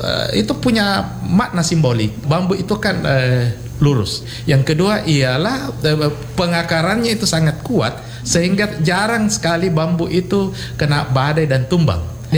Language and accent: Indonesian; Makassar, South Sulawesi, Indonesia; kita sebagai, uh-huh, orang Makassar